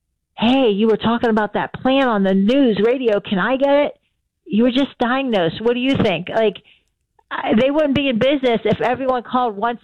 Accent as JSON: {"language": "English", "town": "Pittsburgh", "region": "Pennsylvania", "country": "United States", "said": "I'm from Pittsburgh."}